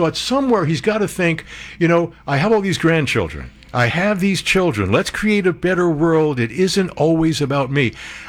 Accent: New Jersey, United States; growing up in New Jersey as an Italian guy and knowing some of these people

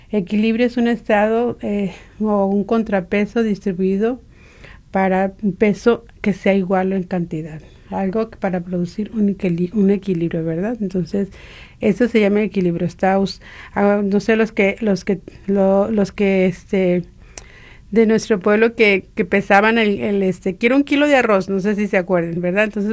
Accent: Mexico; Es septiembre, el mes patrio para nosotros los que somos mexicanos

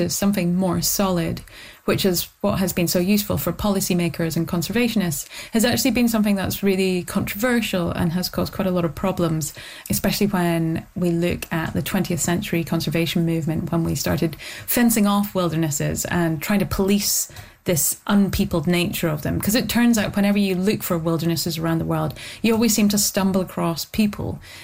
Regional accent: Scotland, United Kingdom; I grew up in the Highlands of Scotland, I'd say about a mile outside of a village. I'm not sure I would describe it as a wilderness. You know, it was a farming region.

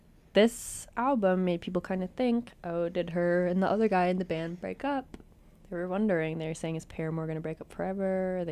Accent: Wisconsin, United States; accent: Wisconsin; oh, you have a Wisconsin accent. Like, I've gotten, like, Michigan or something. And then whenever they're like, oh, where are you from? And I say Wisconsin

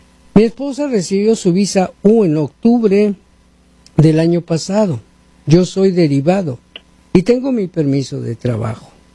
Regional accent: Guatemala; now in United States; Mi pregunta es, ¿no afecta la pausa de los 75 países? Yo soy de Guatemala.

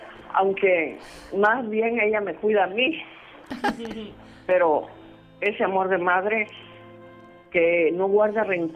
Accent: Tapachula, Chiapas, Mexico

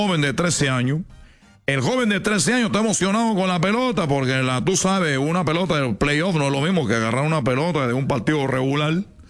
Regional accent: Cuba; porque yo soy de Cuba y algo que a mí me corre por la vena son las pelotas.

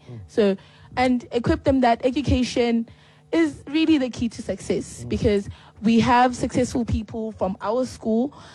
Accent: Motherwell, Eastern Cape, South Africa; Yeah, because there's a lot of crime happening in my area. We're from Motherwell. We're also from Motherwell too, by the way. Motherwell is known to be the worst, literally the worst areas in Gqeberha, in terms of a crime and all of that.

